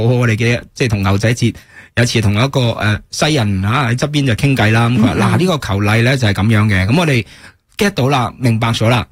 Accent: Hong Kong; moved away; 因为我哋系香港嚟嘅

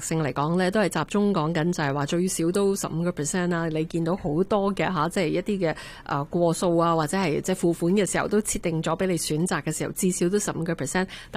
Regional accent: Hong Kong; 我哋喺香港即系长大嘅

